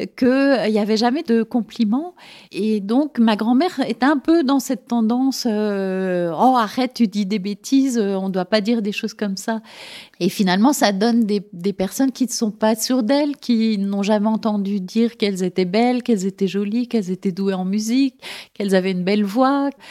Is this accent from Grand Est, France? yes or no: yes; Nancy, Grand Est, France; Et donc, chaque année, chez moi à Nancy, il y avait le train des polios qui traversait toute la France